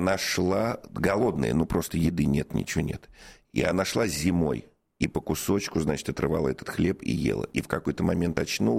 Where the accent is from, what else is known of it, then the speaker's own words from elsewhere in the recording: Donetsk, Donetsk Oblast, Ukraine; Мы из Донецка, из Донецкой области, Донецк был оккупирован.